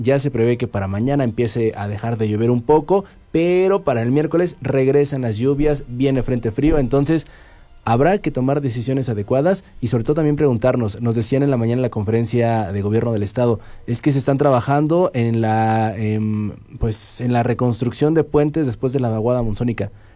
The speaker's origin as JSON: {"language": "Spanish", "town": "San Agustín Tlaxiaca", "region": "Hidalgo", "country": "Mexico", "tie": "born or raised there", "said": "Nos fuimos al municipio de San Agustín Tlaxiaca, sí, precisamente sí, donde somos originarios"}